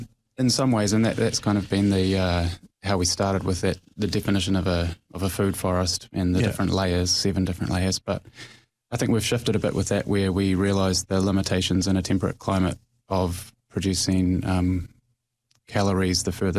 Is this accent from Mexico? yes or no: no; Dunedin, Otago, New Zealand; born there; I am 43 years old, I think. Yeah. I was born in Dunedin, Pākehā. My mum's from England, and my dad's whakapapa is Scottish for the most part. Moved into this property in 2008.